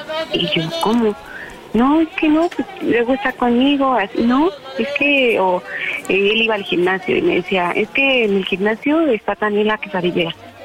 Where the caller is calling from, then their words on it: Mexico City, Mexico; 34, de Ciudad de México.